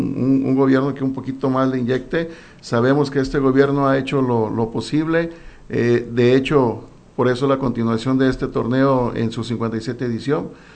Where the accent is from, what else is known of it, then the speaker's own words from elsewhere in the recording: Santiago Ixcuintla, Nayarit, Mexico; now in Tepic, Mexico; Sí, pues yo soy nuevo aquí en Tepic, ¿no? Yo soy de Santiago Escuintla, no conocía en la edad infantil el torneo